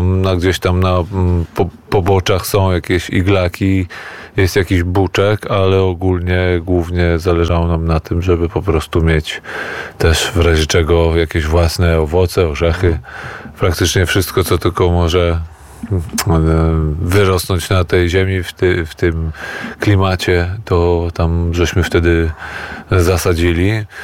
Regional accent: Warsaw, Masovian Voivodeship, Poland; moved away as an adult; now in Kamienna Góra, Poland; jako rodowity warszawiak, warszawianista, który do tej pory zakochany jest w tym mieście i jest to dla mnie, no, taka naprawdę kolebka macierz.

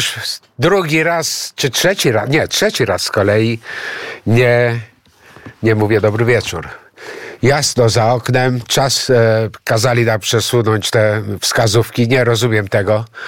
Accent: Greece; now in Poland; No, to jest wtedy, kiedy wyzwalaliśmy się, my Grecy, no jak wiecie, jestem Grekiem, wyzwalaliśmy się spod zaboru tureckiego

